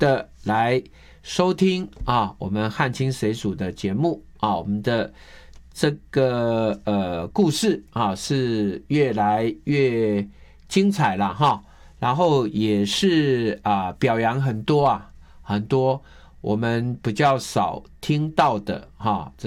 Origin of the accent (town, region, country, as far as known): Taiwan